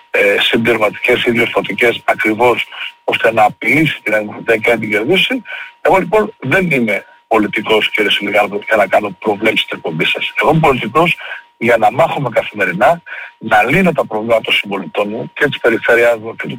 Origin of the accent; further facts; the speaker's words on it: Karydi, Crete, Greece; born there; σε ένα καφενείο στο χωριό μου, το Καρύδι, στο Λασίφι ή στην εκλογική μου περιφέρεια στο νομό Ηλίας